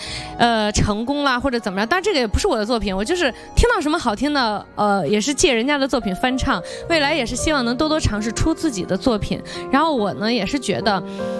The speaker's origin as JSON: {"language": "Chinese", "country": "China"}